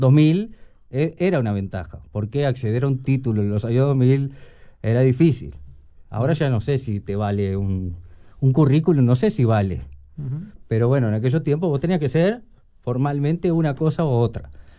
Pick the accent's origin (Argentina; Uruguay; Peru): Uruguay; Si sos uruguayo